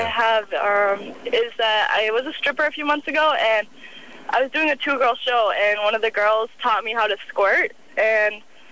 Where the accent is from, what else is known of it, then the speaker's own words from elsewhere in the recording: Delano, California, United States; In California.